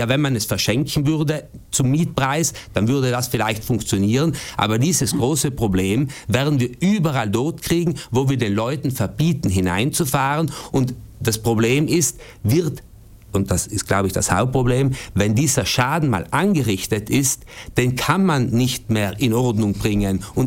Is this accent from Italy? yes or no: yes; Bruneck, Trentino-Alto Adige, Italy; Wir sind ja alle drei aus Brunneck. Brunneck, ich bin jetzt aus Dietenheim, aber wie gesagt, wir sind ja alle aus der Stadtgemeinde Brunneck.